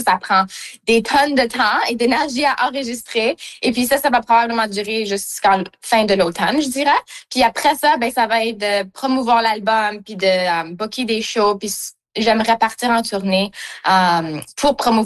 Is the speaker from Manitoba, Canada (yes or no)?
yes; Manitoba, Canada; Puis moi, j'ai des racines, comme je suis franco-manitobaine, alors j'ai aussi de la musique traditionnelle qui me coule dans le sang.